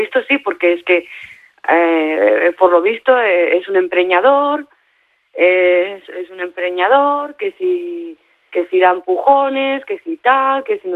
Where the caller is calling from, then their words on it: Barcelona, Catalonia, Spain; yo soy de Barcelona, ¿me entiendes? Y también he ido a colegios de pago